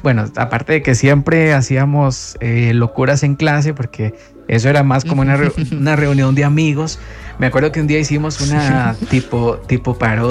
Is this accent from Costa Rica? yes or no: yes; Costa Rica; moved away as an adult; now in Chile; hace un par de años en Costa Rica, en mi país